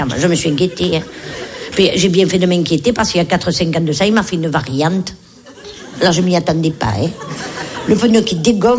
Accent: Nice, Provence-Alpes-Côte d'Azur, France

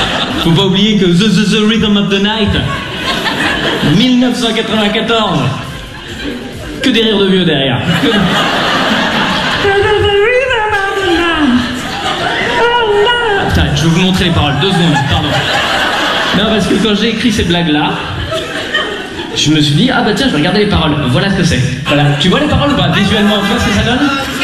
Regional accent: Lausanne, Vaud, Switzerland

